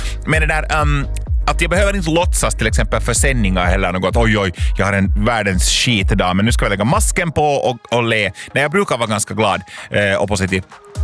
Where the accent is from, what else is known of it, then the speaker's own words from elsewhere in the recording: Lapinjärvi, Uusimaa, Finland; moved away as an adult; now in Helsinki, Finland; så jag kommer ju själv från Östra Nyland, från en ort som heter Lappträsk, från en by som heter Linkoski. Där är jag född och uppvuxen, där har jag bott mina 21 år, sen efter det flyttade jag till Helsingfors